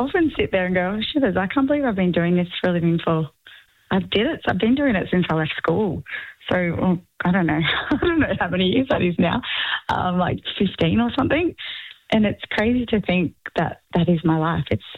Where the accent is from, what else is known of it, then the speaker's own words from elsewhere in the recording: Woolgoolga, New South Wales, Australia; moved away; I grew up in Woolgoolga when I was younger, so I love north.